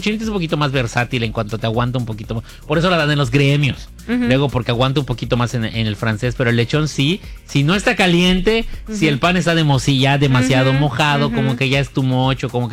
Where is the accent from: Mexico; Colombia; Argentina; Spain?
Mexico; Umán, Yucatán